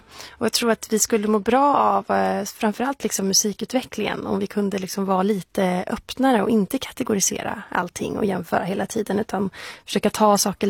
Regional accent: Värmland, Sweden; in kören och hitta saker som kommer från min liksom musikaliska bakgrund och från musikkulturen hemma i Värmland

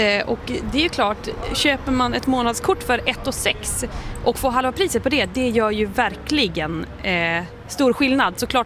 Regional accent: Åsele, Västerbotten County, Sweden; jag är uppvuxen i Åsele.

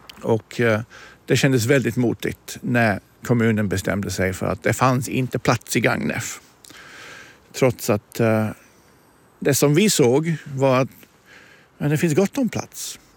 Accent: England, United Kingdom; Swedish is a second language; now in Sweden; Jag är från England.

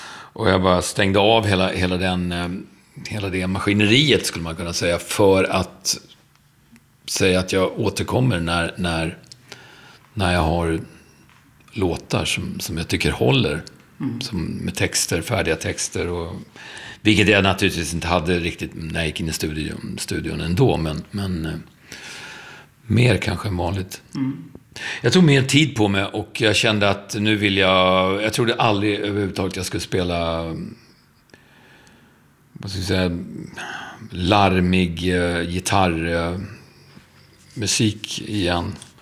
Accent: Stockholm, Stockholm County, Sweden; Stockholm är ju min hemstad.

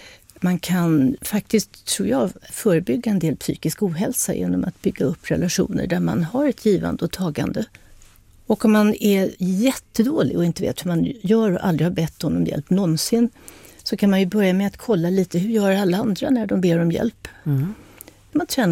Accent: Addis Ababa, Ethiopia; Åtminstone under den tid som jag växte upp, vi bodde i Addis Abeba.

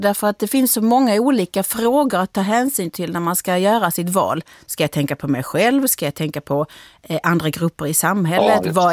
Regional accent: Malmö, Skåne, Sweden; Jag kommer dock från Malmö, och när jag kollade skyddsrummen där jag bodde för 30 år sedan så kan jag konstatera att inget av dem tillåter husdjur.

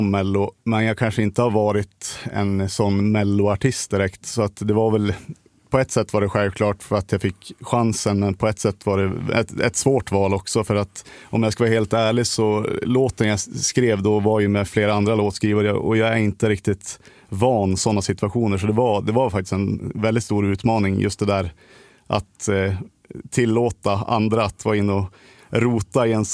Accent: Västernorrland County, Sweden; så då var det ju tufft, tyckte jag, att spela på hemmaplan. För då var det ju, ja, men du vet hur det är. Man är från ett litet ställe

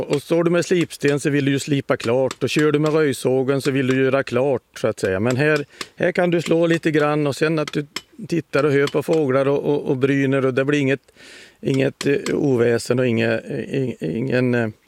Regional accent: Värmland, Sweden; also born or lived in Dalarna; now in Äppelbo, Sweden; och jag är egentligen värmlänning, men jag har bott 40 år i Dalarna och ränderna går väl inte riktigt ur. Men jag bor i Äppelbo nu för tiden

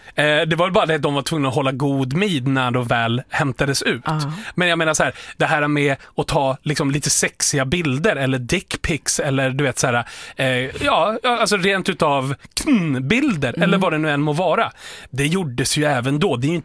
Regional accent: Djura, Dalarna County, Sweden; Eftersom både du och jag är ju från Djura.

